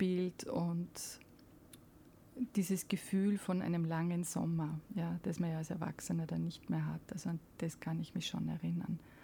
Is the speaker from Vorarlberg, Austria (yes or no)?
no; Salzburg, Austria; Ja, ich bin sehr städtisch aufgewachsen, zwar in Salzburg, aber in dem dichtesten Stadtteil der Stadt in Lehn.